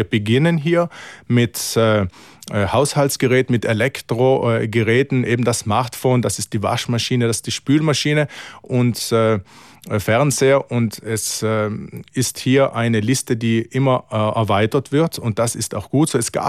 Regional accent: Trentino-Alto Adige, Italy; Für uns Südtiroler, Südtirolerinnen bedeutet

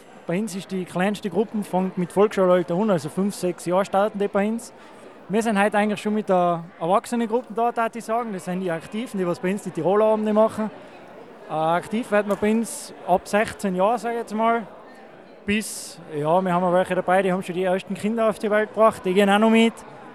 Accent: Trentino-Alto Adige, Italy; Also so wie wir jetzt mitgekriegt haben, bei uns in Südtirol, so ist es bei uns nicht.

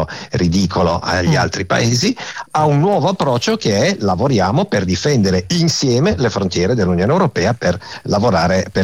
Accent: Piedmont, Italy; Sì, anch'io sono piemontese, per cui sono particolarmente contento.

